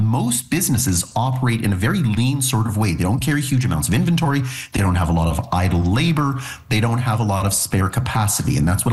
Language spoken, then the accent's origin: English; Ontario, Canada; now in Alberta, Canada; So I'm a Canadian citizen. I'm born and raised in southwestern Ontario. I now live out in Alberta